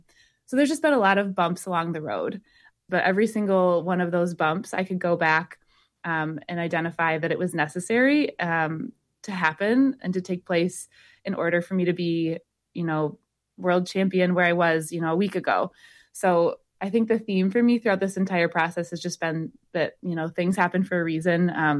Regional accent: Grand Rapids, Michigan, United States; born or raised there

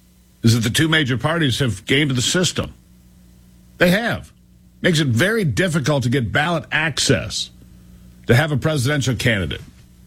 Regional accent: Michigan, United States; my home state of Michigan.

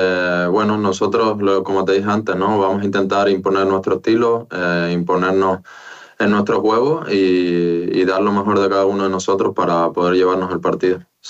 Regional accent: Spain

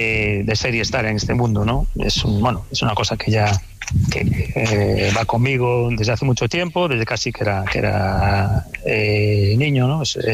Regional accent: Galicia, Spain; Yo, los cursos fluviales en algunos ríos gallegos, sí. Bueno, en mi pueblo tenemos un par de ríos.

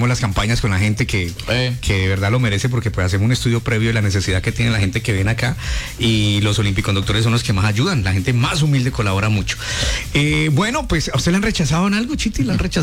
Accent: Antioquia, Colombia; El que sí toma, como mi tierra, ya los paisas toman aguapanela todo el día.

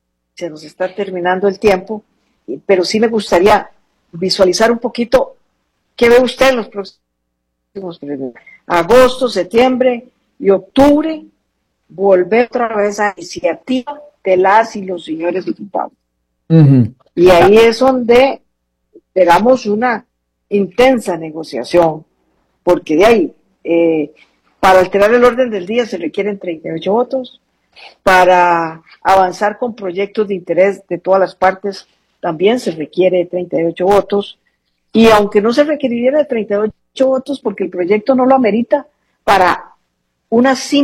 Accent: Costa Rica; Así somos los ticos.

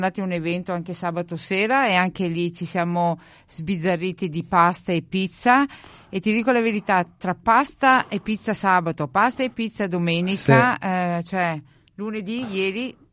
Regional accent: Veneto, Italy; now in Australia; essendo veneti

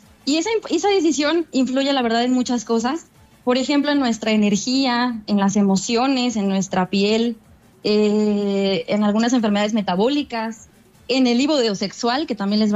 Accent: Mexico; nosotros como mexicanos

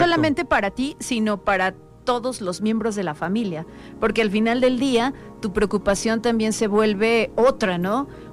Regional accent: Mexico; Y siempre, como mexicanos, no sé si a ti te pase, le buscamos un justificante.

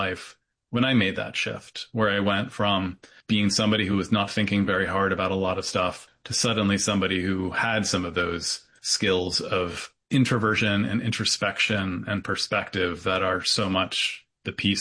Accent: Syracuse, New York, United States; born or raised there

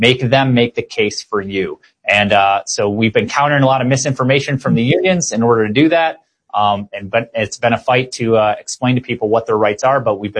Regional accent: Illinois, United States; But if you were from like my home state of Illinois, where my parents, you know, my dad was a school teacher, they could force you whether you wanted to or not.

